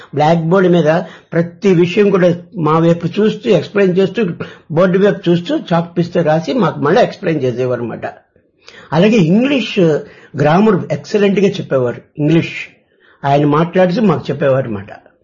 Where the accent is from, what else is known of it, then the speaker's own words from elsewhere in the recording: Anakapalli, Andhra Pradesh, India; also born or lived in Vizianagaram; నేను విజయనగరం నుంచి వచ్చాను, ఆర్టీసీ లో పనిచేస్తూ రిటైర్ అయ్యాను. మాది నేటివ్ ప్లేస్ అనకాపల్లి.